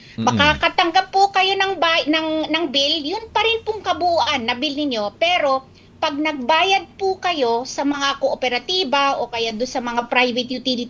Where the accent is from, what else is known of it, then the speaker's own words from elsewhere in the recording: Ilocos Region, Philippines; Taga Ilocos Sur po ako. Ilocano po ako.